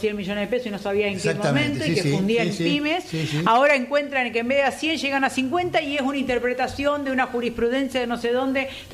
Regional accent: Argentina; Parece, yo parezco, que soy argentina, pero vengo de descendencia del Piamonte, mi familia viene de Rondizone

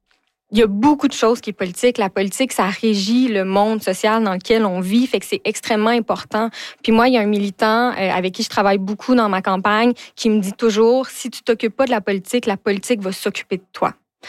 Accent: Val-d'Or, Quebec, Canada; moved away as an adult; je suis originaire de Val-d'Or. Je suis née, j'ai grandi là-bas, puis j'ai quitté la région pour les études.

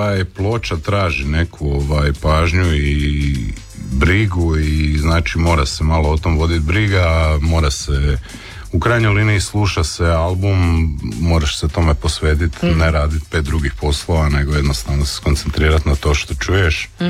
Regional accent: Osijek, Osijek-Baranja County, Croatia; Zapravo ja sam iz Osijeka.

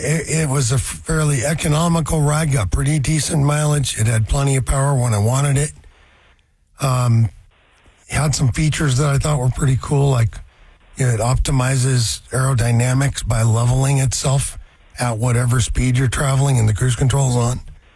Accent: Brewster, Washington, United States; from Eastern Washington over Brewster, running hydros over there.

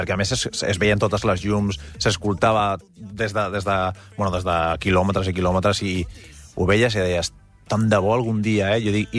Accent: Tarragona, Catalonia, Spain; born or raised there; also born or lived in Valladolid

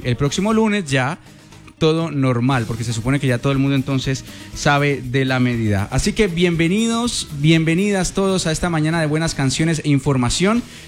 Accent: Colombia; que todos somos hermanos, que todos somos colombianos

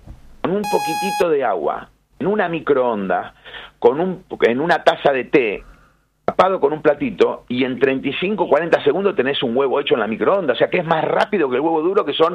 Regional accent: Argentina

